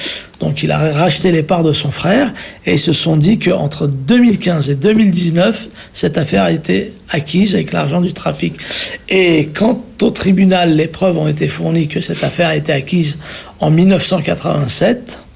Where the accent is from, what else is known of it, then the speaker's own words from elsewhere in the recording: Paris, Île-de-France, France; Moi, j'ai grandi à la porte de Montreuil. Je suis issu de la porte de Montreuil.